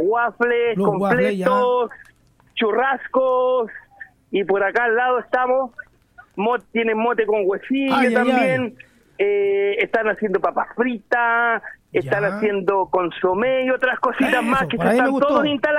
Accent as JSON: {"language": "Spanish", "region": "Valparaíso", "country": "Chile", "said": "usted sabe que yo soy porteño anglo-chileno"}